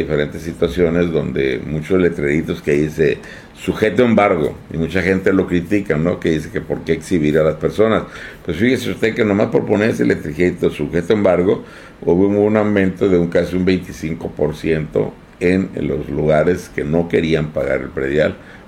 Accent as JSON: {"language": "Spanish", "region": "Baja California", "country": "Mexico", "said": "Yo soy de 43, soy de Carranza, pero o sea, aquí en Carranza"}